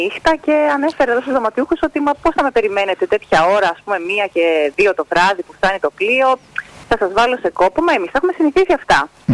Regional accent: Northern Greece, Greece; moved away as an adult; now in Irakleia, Greece; Εγώ είμαι από Καρπερί Θερών, από Βόρεια Ελλάδα.

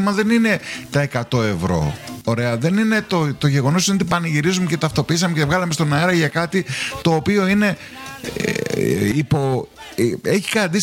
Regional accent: Greece; την υποκρισία που έχουμε ως Έλληνες.

